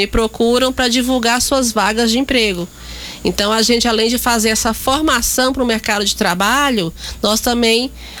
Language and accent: Portuguese; Guarulhos, São Paulo, Brazil; born there; moved away; Como eu sou original de São Paulo